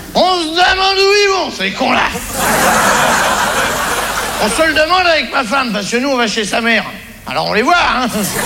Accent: France; Je suis content d'être français, moi, hein. D'abord parce que je suis français, et puis d'autre part, même bien content.

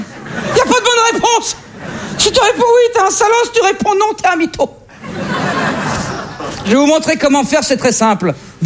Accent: Hauts-de-France, France; Ah, facile, j'ai grandi dans le Nord.

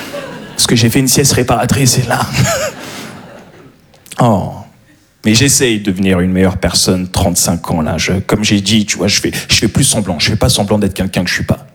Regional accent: Paris, Île-de-France, France; Je suis un parisien, voilà ce que je suis.

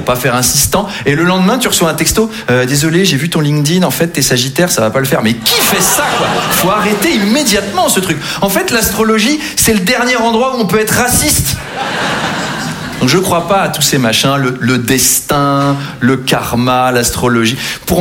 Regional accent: Versailles, Île-de-France, France; born or raised there

